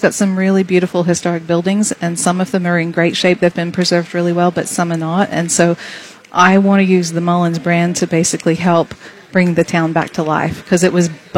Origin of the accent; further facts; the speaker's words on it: Australia; moved away as an adult; also born or lived in Mojave, California; now in Illinois, United States; I'm not from around here. No, I'm Australian.